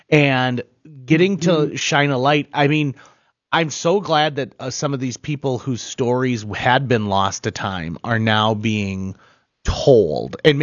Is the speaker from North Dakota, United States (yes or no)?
yes; Fargo, North Dakota, United States; I grew up in Fargo